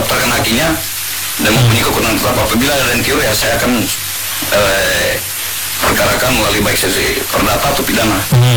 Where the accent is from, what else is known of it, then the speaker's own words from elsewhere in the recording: Muna, Southeast Sulawesi, Indonesia; Ya, kebanggaan kami sebagai orang Muna, ya toh.